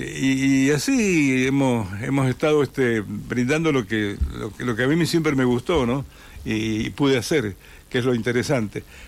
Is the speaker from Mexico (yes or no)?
no; Alvear, Argentina; yo yo nací en Alvear y he vivido toda mi vida en Alvear.